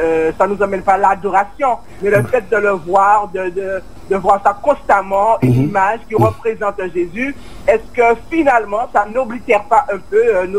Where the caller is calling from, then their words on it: French Guiana; je vous appelle de la Guyane.